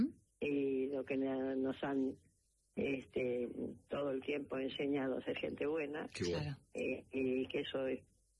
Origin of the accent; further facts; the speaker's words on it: Villa Ballester, Buenos Aires Province, Argentina; born there; Yo nací en Buenos Aires.